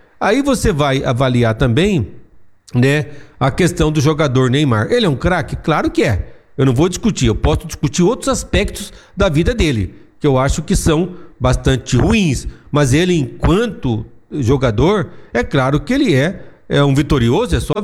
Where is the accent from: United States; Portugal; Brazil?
Brazil